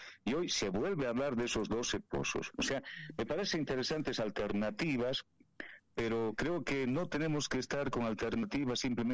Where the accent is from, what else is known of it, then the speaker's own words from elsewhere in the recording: Potosí, Bolivia; somos más los potosinos